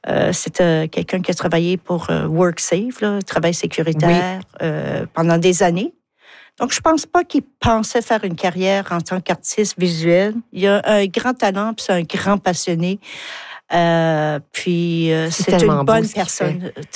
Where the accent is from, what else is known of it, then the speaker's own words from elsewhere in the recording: Carleton, Quebec, Canada; Moi je dis autant des monuments, je viens de Carleton, donc c'est une pile de roches avec du ciment puis une plaque en bronze.